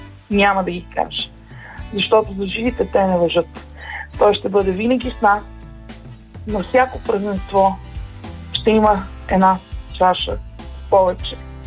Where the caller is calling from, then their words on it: Sofia, Sofia City, Bulgaria; от София.